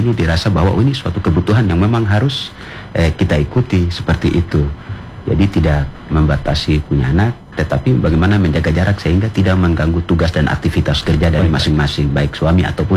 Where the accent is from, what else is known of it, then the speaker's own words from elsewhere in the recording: Papua, Indonesia; khusus kita Papua